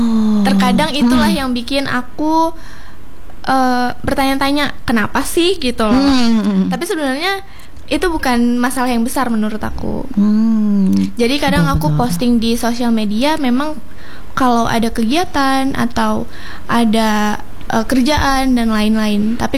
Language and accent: Indonesian; Murung Raya, Central Kalimantan, Indonesia; Iya, aku dari Murung Raya.